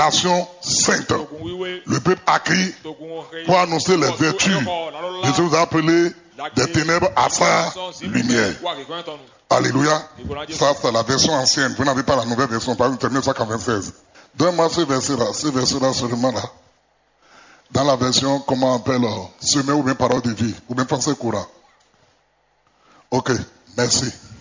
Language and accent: French; Benin; Malgré que je suis béninois